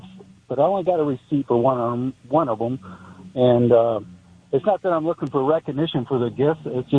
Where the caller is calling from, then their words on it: Wayne, Michigan, United States; I'm from Wayne, Michigan.